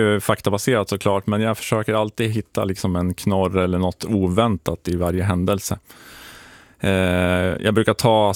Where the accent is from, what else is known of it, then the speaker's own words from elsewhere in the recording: Alnö, Västernorrland County, Sweden; Jag är uppvuxen på Alnö